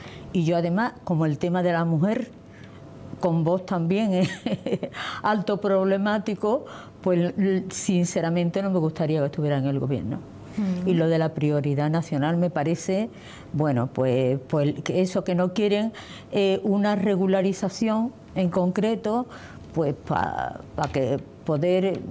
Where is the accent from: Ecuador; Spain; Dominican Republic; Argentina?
Spain; como los españoles hemos ido en otras ocasiones a otros países.